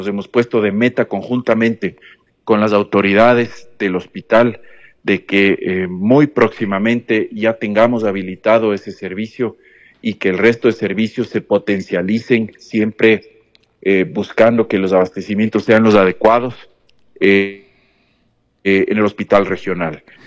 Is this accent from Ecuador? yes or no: yes; Ambato, Tungurahua, Ecuador; soy una persona muy querendona de mi tierra, de mi Ambato, de mi Tungurahua.